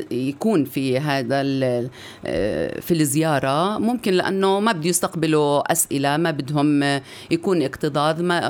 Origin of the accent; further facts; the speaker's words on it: Battir, Bethlehem Governorate, Palestine; طبعا قريتنا بتير